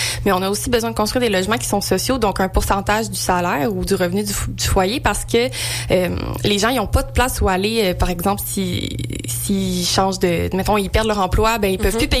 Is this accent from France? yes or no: no; Quebec, Canada; Là, moi, j'ai grandi en Montérégie, mais j'ai transféré en Estrie.